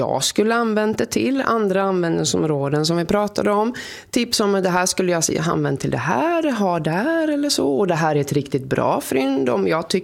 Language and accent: Swedish; Sweden; born there; now in Oskarshamn, Sweden; Jag är från Mölunda från början